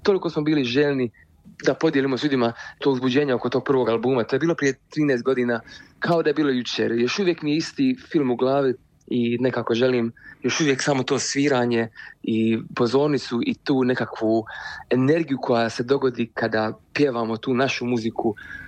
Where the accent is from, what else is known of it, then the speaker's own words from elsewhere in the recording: Dubrovnik, Dubrovnik-Neretva County, Croatia; mi smo iz Gruža, to je naselje u Dubrovniku.